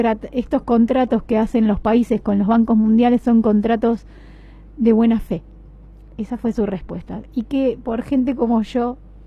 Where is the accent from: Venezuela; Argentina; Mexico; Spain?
Argentina; Qué injustos que somos los argentinos y las argentinas.